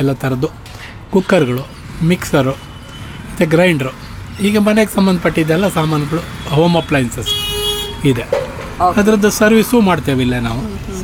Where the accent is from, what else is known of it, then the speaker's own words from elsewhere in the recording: Thirthahalli, Karnataka, India; moved away as an adult; now in Shivamogga, India; ನಾನು ಹುಟ್ಟಿದ್ದು ತೀರ್ಥಹಳ್ಳಿಯಲ್ಲಿ ಟೌನು. ಓದಿದ್ದು ಅಪ್ ಟು 10th ತೀರ್ಥಹಳ್ಳಿಯಲ್ಲಿ. ಆಮೇಲೆ 5 ವರ್ಷ ಕಾಲೇಜಲ್ಲಿ ಶಿವಮೊಗ್ಗದಲ್ಲಿ DVS ಅಲ್ಲಿ ಮಾಡಿದ್ದು